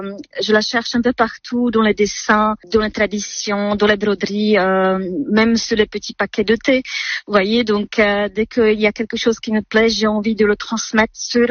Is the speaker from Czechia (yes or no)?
yes; Moravia, Czechia; now in Alsace, France; L'Alsace a beaucoup de ressemblances avec ma région natale. C'est des paysages, c'est les broderies, des traditions, la choucroute.